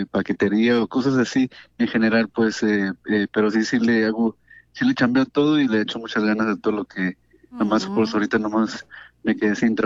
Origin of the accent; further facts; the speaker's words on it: Jalisco, Mexico; now in Santa Ana, United States; Yo soy de aquí, de Santana, pero yo soy de Jalisco.